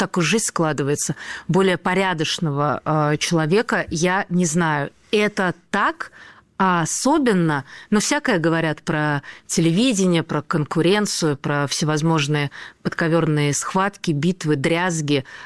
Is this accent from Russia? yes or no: yes; Volzhsky, Volgograd Oblast, Russia; Это мой родной город.